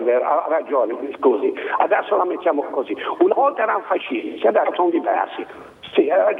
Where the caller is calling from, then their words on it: Genoa, Liguria, Italy; io da genovese, figlio di genitori e di nonni partigiani